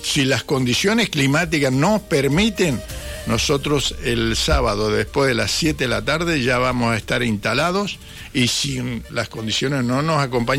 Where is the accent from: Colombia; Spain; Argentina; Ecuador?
Argentina; General Alvear; Somos algunos de ahí de la colonia y otros somos de General Alvear. Pues yo realmente, ajá, yo soy de General Alvear